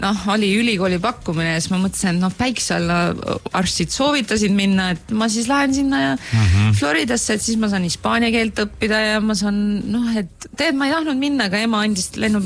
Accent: Merivälja, Harju County, Estonia; no see algas sellest , et ma olen Meriväljalt merineitsina no.

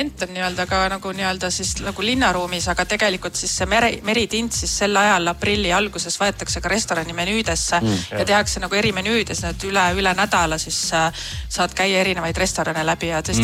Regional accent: Pärnu, Pärnu County, Estonia; born or raised there

